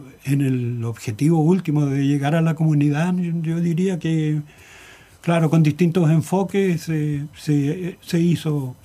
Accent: Ancud, Los Lagos, Chile; moved away as an adult; cuando yo decidí venirme a Ancud de vuelta, a mi tierra, digamos, a mi tierra, en este caso a la tierra chica, Ancud

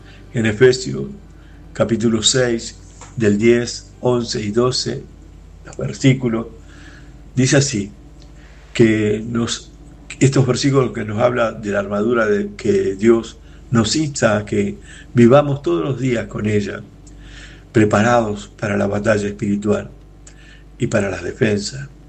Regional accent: Argentina; now in Los Muermos, Chile; soy de Argentina

